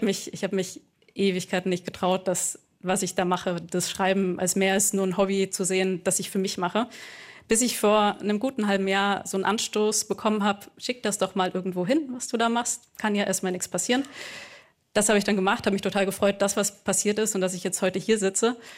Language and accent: German; Tal, Baden-Württemberg, Germany; Nee, also ich komme aus der Nähe von Ulm, aus einem kleinen schwäbischen Dorf, das heißt Tal mit TH, muss man nicht kennen.